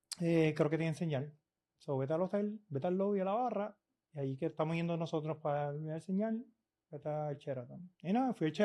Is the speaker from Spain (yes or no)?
no; Aguadilla, Puerto Rico; yo soy de Guadilla. Yo me crié en la base de Raimi.